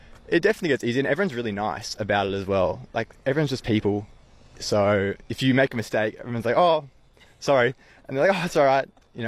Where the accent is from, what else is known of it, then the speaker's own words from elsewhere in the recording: Brisbane, Queensland, Australia; now in Darwin, Australia; Brisbane, yeah, that was good.